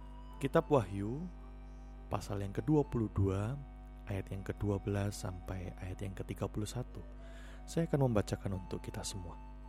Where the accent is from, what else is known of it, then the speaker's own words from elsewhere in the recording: Malang, East Java, Indonesia; born there; Sekali setahun beliau akan datang dari Jakarta ke Malang sekitar 2-3 bulanan.